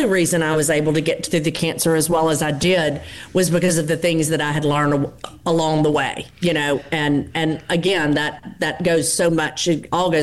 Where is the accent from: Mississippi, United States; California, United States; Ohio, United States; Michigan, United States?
Mississippi, United States; Rosedale; growing up in Rosedale